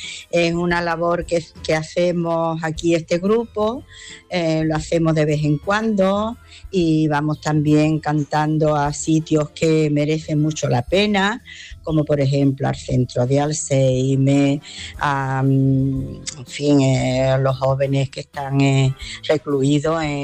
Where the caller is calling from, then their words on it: Algeciras, Andalusia, Spain; de Algeciras, que quería comentarte una cosita. Yo pertenezco a un grupo flamenco que se llama … de aquí de Algeciras